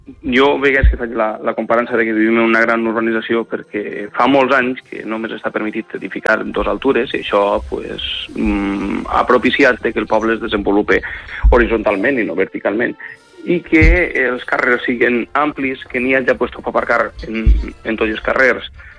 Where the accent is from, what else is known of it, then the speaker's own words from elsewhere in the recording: Les Alqueries, Valencian Community, Spain; la música forma part de la nostra cultura, de la cultura com a poble, de la cultura com a valencians, i la interpretació magnífica de la Unió Municipal Alqueriense crec que reflecteix l'esperit del poble de les Alqueries